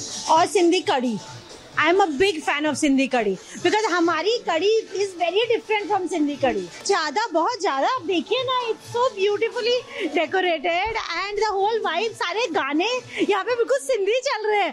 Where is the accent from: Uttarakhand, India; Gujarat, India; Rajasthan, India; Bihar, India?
Uttarakhand, India; Mussoorie; I am a north Indian, मतलब मैं originally Mussoorie से हूँ